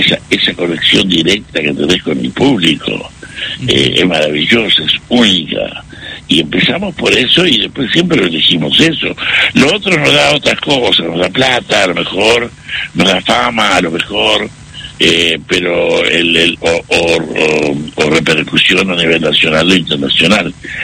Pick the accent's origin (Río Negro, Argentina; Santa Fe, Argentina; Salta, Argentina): Salta, Argentina; La Caldera; also born or lived in Huachipa; now in Buenos Aires, Argentina; Y yo nací en Huachipa y después nos fuimos a vivir a otro pueblo que era La Caldera. Y de ahí ya me fui a Capital